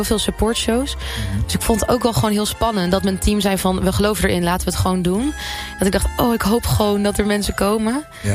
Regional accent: Bunnik, Utrecht, Netherlands; ik kom uit Bunnik, dat ligt net naast Utrecht.

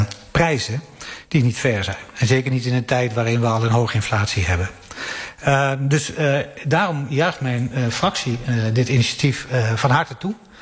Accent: Gelderland, Netherlands; ik kom uit de Achterhoek.

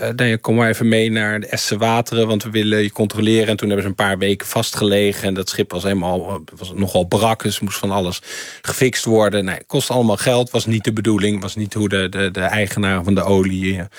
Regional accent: Netherlands; hallo, ik ben een onderzoeksjournalist uit Nederland.

